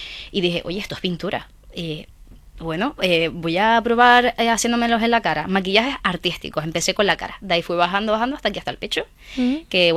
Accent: Canary Islands, Spain; Soy de Fuerteventura y tengo 21 años

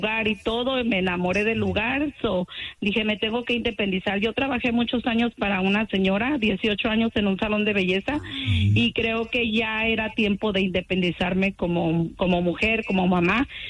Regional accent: Michoacán, Mexico; also born or lived in California / Los Angeles; now in Las Vegas, United States; Yo soy nacida en California, pero fui criada en Michoacán, o me considero de Michoacán.

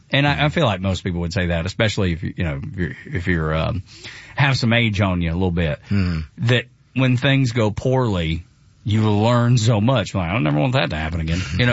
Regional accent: Dalton, Georgia, United States; growing up in Northwest Georgia

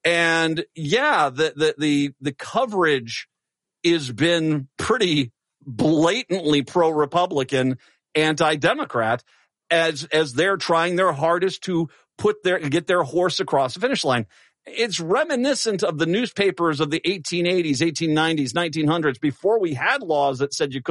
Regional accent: Minnesota, United States; born there; I'm from Minnesota, born here in 1968.

